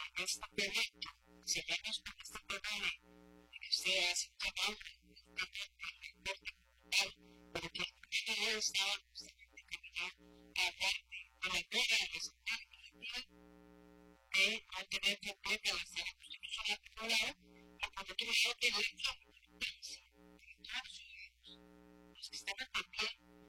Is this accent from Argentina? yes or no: no; Costa Rica; quiero decir que como costarricense, me siento orgulloso de eso.